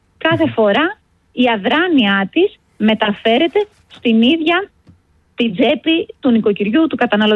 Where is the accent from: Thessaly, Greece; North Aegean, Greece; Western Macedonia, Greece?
Western Macedonia, Greece; Kozani; Εγώ είμαι από την Κοζάνη, μένω στην Κοζάνη.